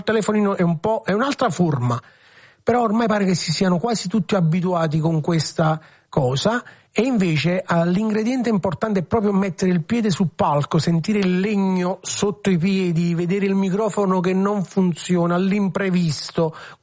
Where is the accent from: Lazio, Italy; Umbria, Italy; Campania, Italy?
Campania, Italy; San Giorgio a Cremano; io sono nato a San Giorgio a Cremano, dunque io Troisi l'ho respirato, l'ho vissuto, l'ho sentito del territorio, mia mamma di San Giorgio